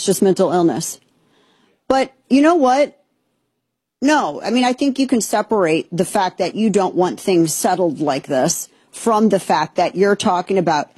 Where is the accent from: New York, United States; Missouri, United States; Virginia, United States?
Missouri, United States; who was at one point the AG for my home state, Show Me State of Missouri.